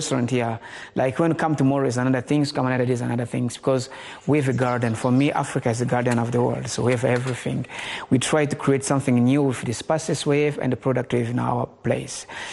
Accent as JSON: {"language": "English", "country": "Germany", "tie": "born or raised there", "moved": "yes"}